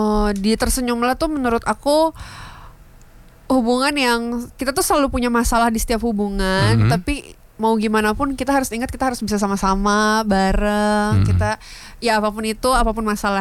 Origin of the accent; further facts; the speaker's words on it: Tangerang, Banten, Indonesia; also born or lived in Jakarta; Asalku dari Tangerang.